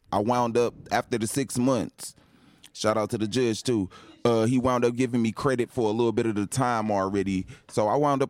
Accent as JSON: {"language": "English", "town": "Chicago", "region": "Illinois", "country": "United States", "tie": "born or raised there", "said": "I come from Chicago"}